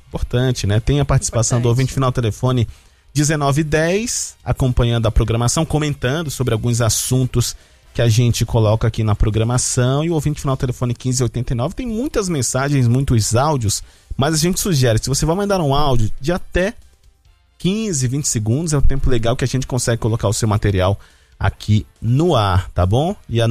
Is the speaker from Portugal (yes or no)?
no; Manaus, Amazonas, Brazil; now in São Paulo, Brazil; 28 graus lá na minha terra.